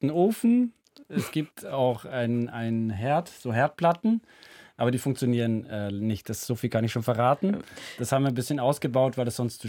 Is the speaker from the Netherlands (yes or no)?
yes; Netherlands; German is a second language; moved away; ich als Niederländer bin immer ein bisschen verwirrt, weil ich würde immer Schlagzeug sagen.